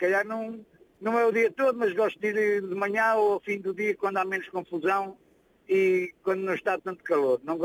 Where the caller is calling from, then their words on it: Aveiro, Centro, Portugal; sou de Aveiro.